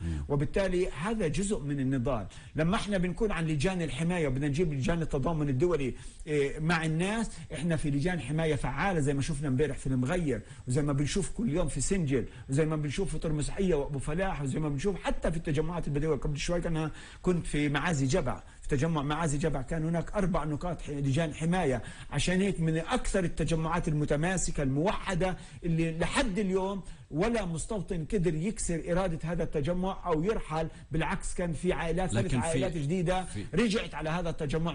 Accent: Palestine; احنا بناخذ خطوات عملية كفلسطينيين.

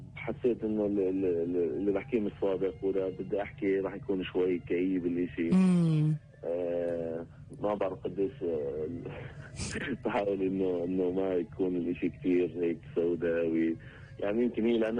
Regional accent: Palestine; now in Germany; إحنا كشعب فلسطيني

